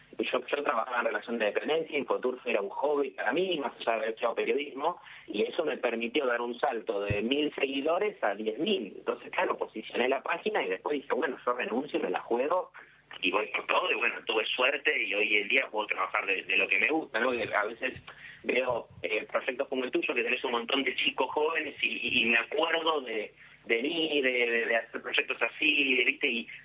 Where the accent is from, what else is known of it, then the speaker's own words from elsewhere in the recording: Argentina; y como argentino, viste, pero más quiero Argentina